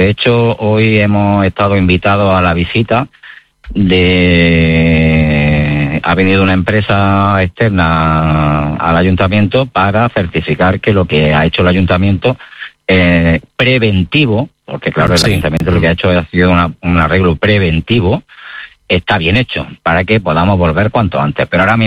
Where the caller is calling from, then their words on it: Granada, Andalusia, Spain; somos de Granada. Entonces, pues tenemos familiares, tenemos nuestros padres y otros familiares que están en la misma ciudad.